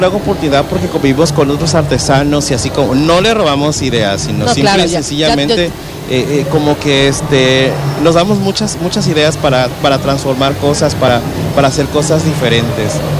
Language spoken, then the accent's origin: Spanish; Tepetitán, Tabasco, Mexico; una foto preciosa de mi pueblo de Tepetitán